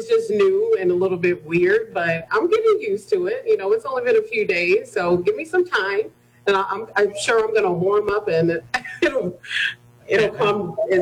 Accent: Rockford, Illinois, United States; Well, I am a 41-year-old who was born and raised right here in Rockford, Illinois.

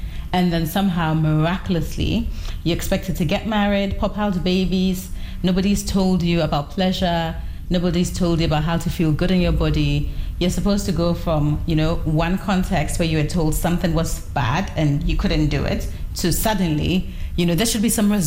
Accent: Ghana; Many of us, at least I was raised here in Ghana, where you really don't get told anything about sex growing up.

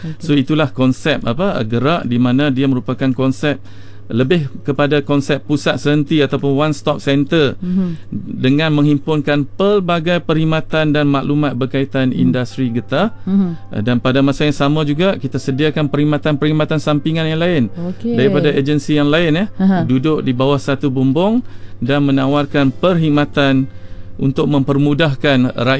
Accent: Kedah, Malaysia; Bukanlah sebab saya asal orang Kedah, kita buat program ni kat Kedah.

